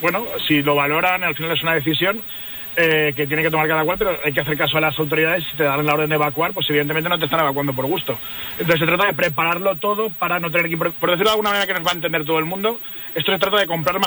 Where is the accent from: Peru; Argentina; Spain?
Spain; Valencian Community